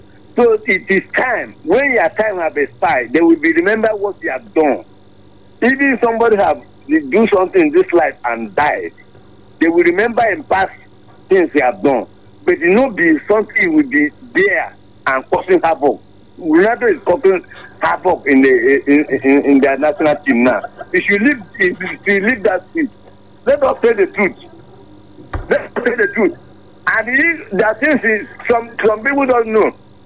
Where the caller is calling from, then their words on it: Makurdi, Benue, Nigeria; from, I'm calling from Wadata.